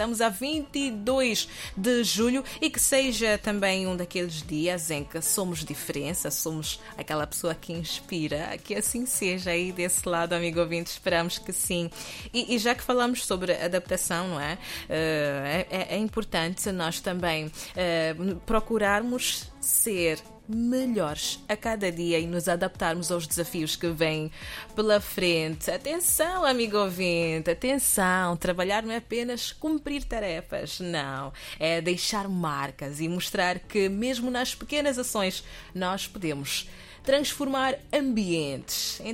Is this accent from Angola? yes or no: no; Mozambique; nós, como moçambicanos